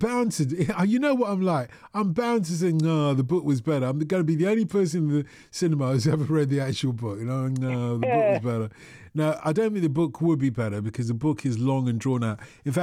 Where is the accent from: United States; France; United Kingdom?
United Kingdom; London; when I grew up in North London, in the sort of like part of North London that was Little Cyprus